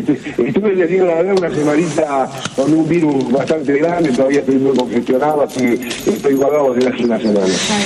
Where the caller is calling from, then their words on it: La Plata, Buenos Aires Province, Argentina; estoy en La Plata